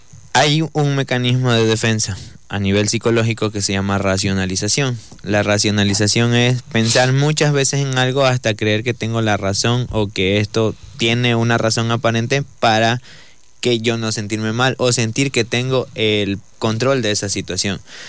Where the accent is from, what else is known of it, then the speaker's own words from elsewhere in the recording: Manabí, Ecuador; moved away; al menos yo que soy de Manabí, esto se escucha mucho allá.